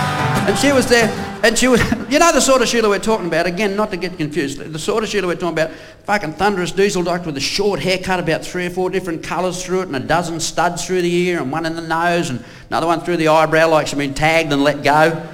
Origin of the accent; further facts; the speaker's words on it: Kalgoorlie, Western Australia, Australia; Because I grew up in Kalgoorlie